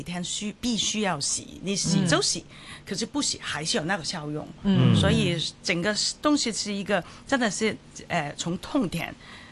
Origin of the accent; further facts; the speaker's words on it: Hong Kong; 我覺得係我哋香港人要行出嚟，先錫錫我哋嘅銀髮老友記咯。